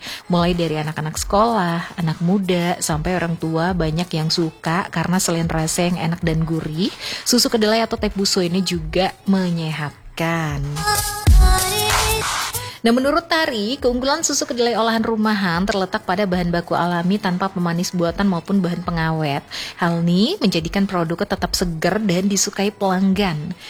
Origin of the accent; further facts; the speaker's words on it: Bangka Belitung Islands, Indonesia; kalau kita orang Bangka